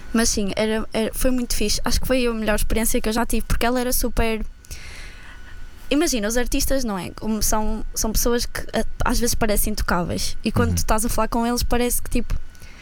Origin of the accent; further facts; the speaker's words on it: Espinho, Norte, Portugal; moved away as an adult; now in Coimbra, Portugal; eu sou de Espinho.